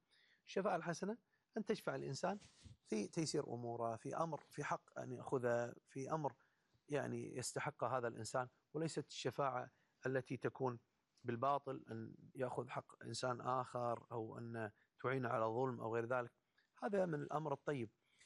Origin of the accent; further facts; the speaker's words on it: Kuwait; عندنا في الكويت